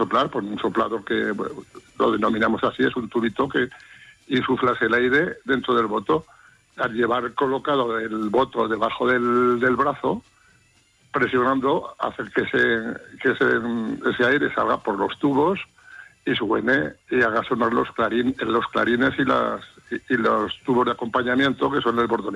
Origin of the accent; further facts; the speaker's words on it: Sariñena, Aragon, Spain; Soy nacido en Sariñena, es residente de Sariñena.